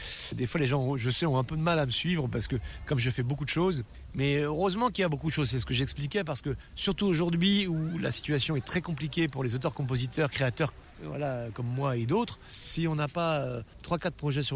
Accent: Nantes, Pays de la Loire, France; Je suis nantais, ouais, donc je suis pleinement concerné.

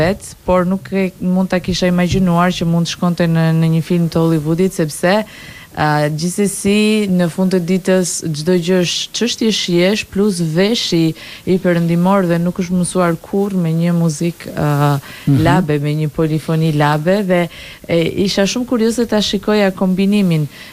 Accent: Vlora, Vlorë County, Albania; nuk jam vetëm krenare si shqiptare, po jam krenare se jam nga Vlora në këtë rast, dhe kjo është krenaria e Labëris

